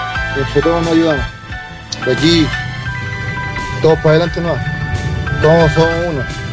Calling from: Chile; Somos chilenos, de corazón.

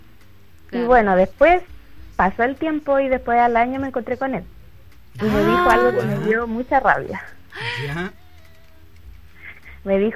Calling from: Viña del Mar, Valparaíso, Chile

